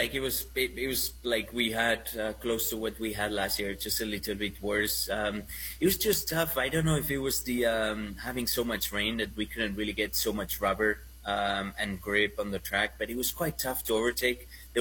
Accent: Spain; accent: Spanish; English is a second language; It's my Spanish accent. It's my Spanish accent trying to talk Americano.

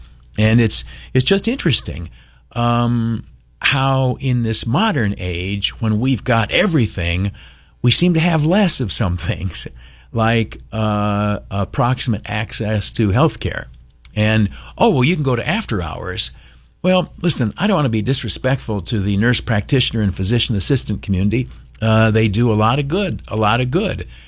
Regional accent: Hornell, New York, United States; born there; I was born in Hornell.

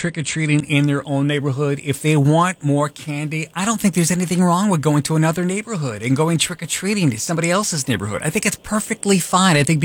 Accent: Richmond, Virginia, United States; Growing up in Richmond, Virginia, it was a nice, crisp fall evening.

